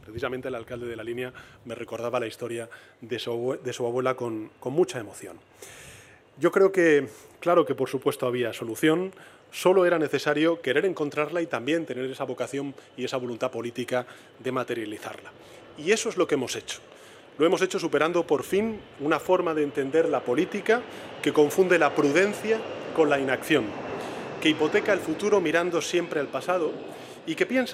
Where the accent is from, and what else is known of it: Spain